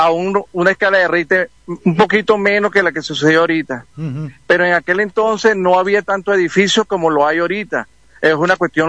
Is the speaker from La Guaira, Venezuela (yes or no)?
no; Cagua, Aragua, Venezuela; nosotros como venezolanos